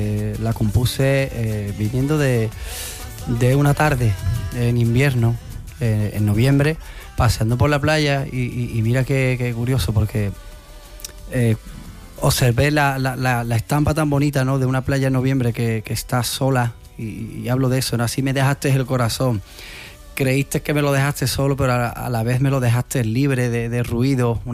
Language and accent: Spanish; Mairena del Alcor, Andalusia, Spain; soy de Mairena del Alcor, una tierra que respira mucho el cante hondo, ¿no?